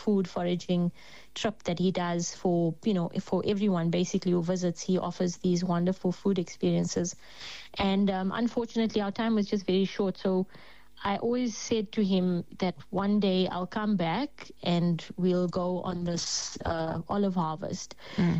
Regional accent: South Africa; being South African now

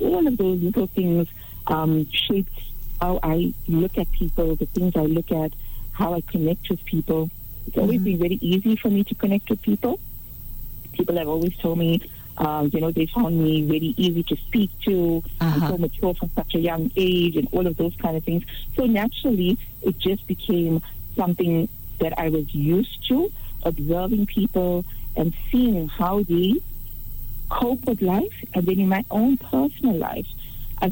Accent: Durban, KwaZulu-Natal, South Africa; moved away; my hometown is Durban.

